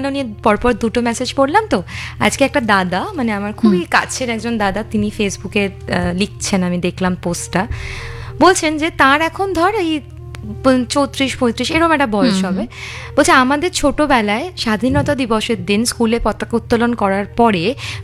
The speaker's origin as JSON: {"language": "Bangla", "town": "Belgharia", "region": "West Bengal", "country": "India", "tie": "born or raised there", "said": "আমি যে জায়গায় বড় হয়েছি মানে বেলঘড়িয়া তো একটু শহরতলি"}